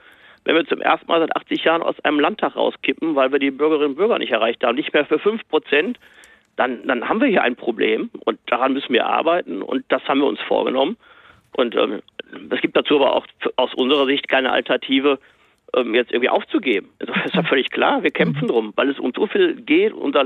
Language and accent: German; North Rhine-Westphalia, Germany; Ich komme aus dem Ruhrgebiet. Ich weiß, was solche Transformationsprozesse auch mit einer Gesellschaft machen.